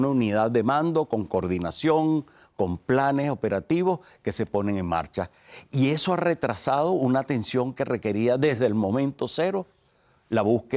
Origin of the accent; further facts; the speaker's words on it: Venezuela; yo como venezolano